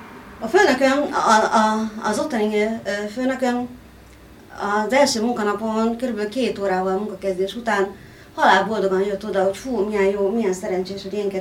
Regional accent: Hungary; mert én úgy nőttem fel ebben az országban, hát a törzs hallgatók tudják, hogy görög vagyok.

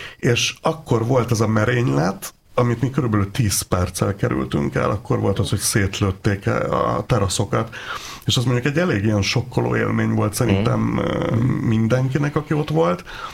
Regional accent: Sweden; now in Hungary; Én nekem nem volt mindig szerencsém egyébként otthon Svédországban ünnepelni a Midsommart

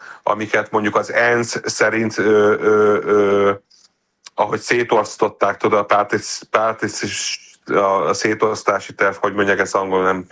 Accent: Israel; és pedig cionista vagyok, hát persze cionista, hogy izraeli vagyok, szeretném, hogy megmaradjon Izrael

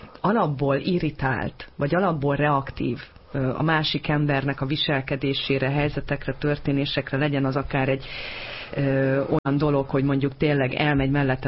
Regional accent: Hungary; Nagyon magyar vagyok

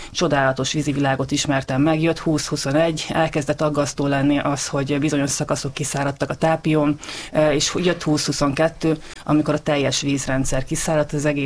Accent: Gyula, Békés, Hungary; Én amúgy nem ceglédi vagyok, hanem a Dél-Alföldről származom. Gyulán nőttem föl, illetve utána pedig Szegeden tanultam.

